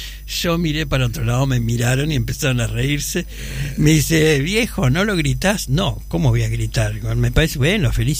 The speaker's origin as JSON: {"language": "Spanish", "country": "Uruguay", "tie": "born there", "said": "yo soy uruguayo y además viajaba con la cédula, sí, uruguaya."}